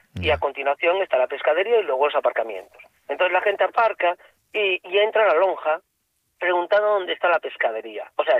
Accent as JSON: {"language": "Spanish", "region": "Galicia", "country": "Spain"}